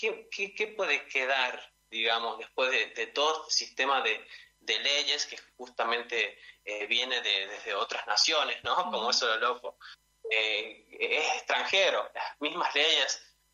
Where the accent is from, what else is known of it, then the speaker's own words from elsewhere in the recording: La Rioja, Argentina; nuestra identidad como riojanos argentinos.